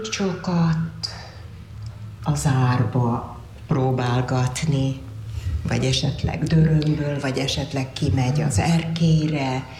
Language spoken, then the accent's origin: Hungarian; Hungary; Mi magyarok vagyunk, Pali, és Magyarországon élünk